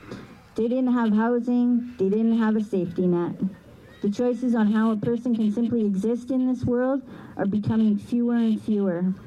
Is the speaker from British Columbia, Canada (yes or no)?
yes; Vancouver, British Columbia, Canada; I'm a member of the Shnanamok tribe. I grew up in Vancouver and on Vancouver Island.